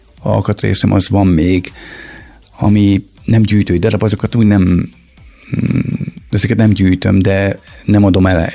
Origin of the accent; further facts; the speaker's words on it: Nagykőrös, Pest, Hungary; lakótelepen nőttem fel, ott Nagykörösön